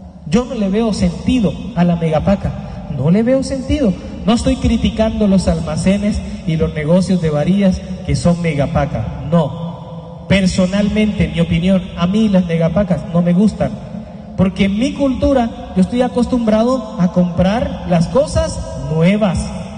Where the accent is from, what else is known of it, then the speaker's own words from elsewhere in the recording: Colombia; Por eso para nosotros que somos colombianos, siempre compramos las cosas nuevecitas.